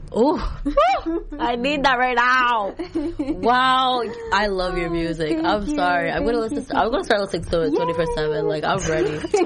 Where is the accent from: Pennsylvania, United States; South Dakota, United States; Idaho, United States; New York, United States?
New York, United States; Growing up in New York, there was a lot of that everywhere.